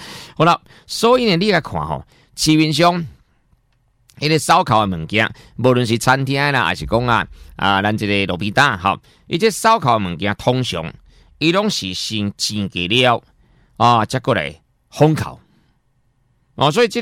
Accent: Taiwan; 我们台湾人

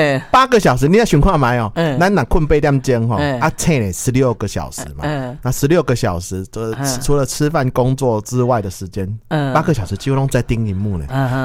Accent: Taiwan; 我们台湾人

